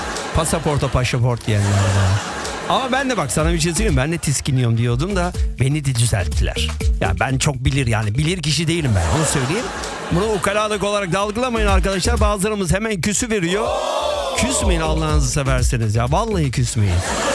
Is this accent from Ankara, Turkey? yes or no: yes; Ankara, Turkey; now in Izmir, Turkey